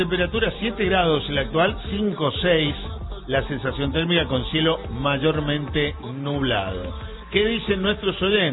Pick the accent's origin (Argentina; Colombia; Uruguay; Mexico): Argentina; Mendoza; Como mendocinos seguimos en la lucha para que hoy sea el Día del Padre Nacional